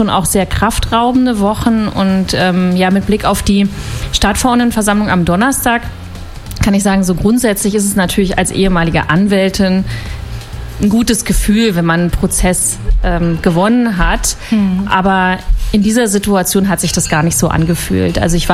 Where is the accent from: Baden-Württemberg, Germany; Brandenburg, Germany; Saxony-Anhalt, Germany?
Brandenburg, Germany; moved away as an adult; also born or lived in Potsdam / Berlin / Frankfurt (Oder); now in Mallnow (Lebus), Germany; Ich bin im Havelland geboren, dann auf einem kleinen Dorf die meiste Zeit jedenfalls meiner Kindheit und Jugend aufgewachsen. Habe dann in Potsdam studiert, ganz kurz mal in Berlin gewohnt und bin dann nach Frankfurt-Oder gezogen